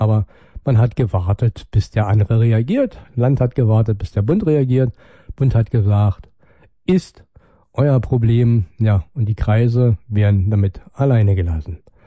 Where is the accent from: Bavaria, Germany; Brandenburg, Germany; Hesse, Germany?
Brandenburg, Germany; wie wir als Brandenburger ja das auch anders sehen